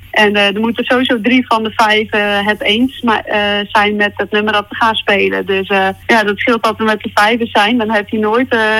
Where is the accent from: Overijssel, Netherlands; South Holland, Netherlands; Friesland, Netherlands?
Friesland, Netherlands; Ties en ik komen beide uit Diekel.